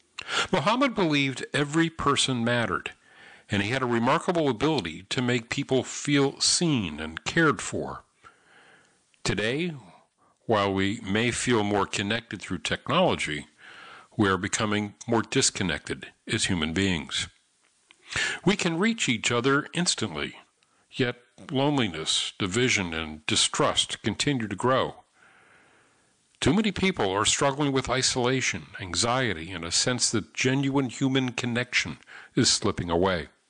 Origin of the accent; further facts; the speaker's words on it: Syracuse, New York, United States; And actually, as a kid growing up in Syracuse, New York, Syracuse had a baseball team, longstanding, the Syracuse Chiefs